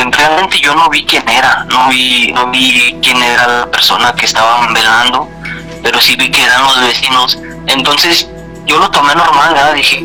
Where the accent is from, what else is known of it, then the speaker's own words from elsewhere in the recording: San Francisco del Rincón, Guanajuato, Mexico; Yo soy de San Francisco del Rincón, Guanajuato.